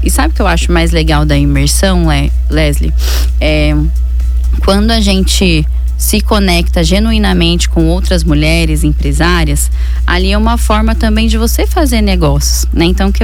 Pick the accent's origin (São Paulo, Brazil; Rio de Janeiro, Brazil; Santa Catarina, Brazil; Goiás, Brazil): São Paulo, Brazil; São José dos Campos; now in Caraguatatuba, Brazil; Para uma cidade que me acolheu, eu sou de São José dos Campos, né? Mas atualmente sou caiçara aqui de coração, estou morando aqui, hoje a minha vida é aqui